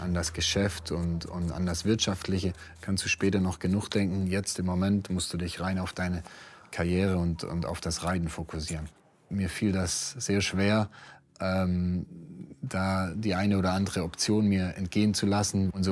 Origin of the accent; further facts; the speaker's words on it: Swabia, Germany; moved away; Ich bin ja ein waschechter Schwabe.